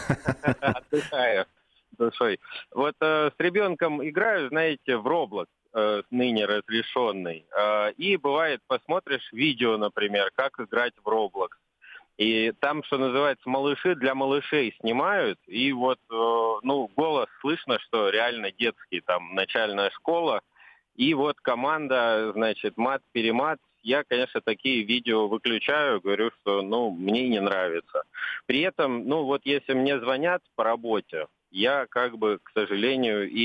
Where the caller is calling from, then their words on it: Saint Petersburg, Russia; Доброе утро … Санкт-Петербург.